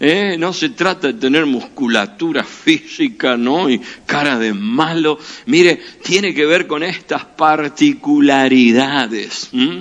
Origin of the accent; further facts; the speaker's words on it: Argentina; Estoy hablando de nuestra forma de pensar como argentinos